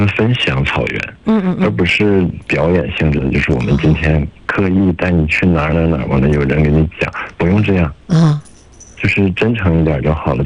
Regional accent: Ergun, Inner Mongolia, China; 因为我就是黑山头镇出生的人，我就生活在牧区。

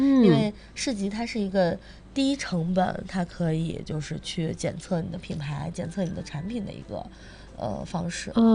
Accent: Ordos, Inner Mongolia, China; 因为我老家是鄂尔多斯的。然后晒泱泱用鄂尔多斯话就是晒泱泱。

